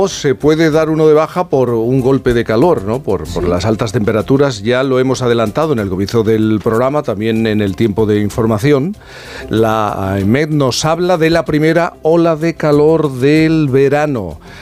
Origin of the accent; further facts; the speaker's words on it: El Puerto de Santa María, Andalusia, Spain